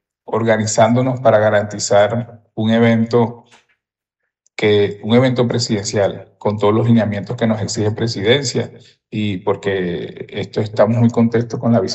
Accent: San Juan del Cesar, La Guajira, Colombia; esta visita es muy importante para nosotros como sanjuaneros.

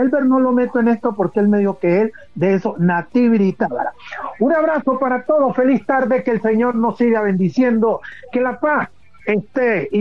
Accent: Buenaventura, Valle del Cauca, Colombia; now in Cali, Colombia; la situación que se vive hoy aquí en la ciudad de Cali, lo que se vive en mi tierra natal, Buenaventura

